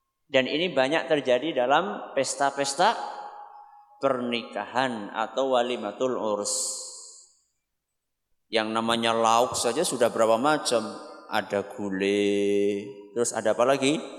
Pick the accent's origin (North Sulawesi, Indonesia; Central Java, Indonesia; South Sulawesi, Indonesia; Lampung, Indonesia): Central Java, Indonesia; accent: Ngapak; Kalau saya pakai bahasa ngapak panjenengan paham enggak?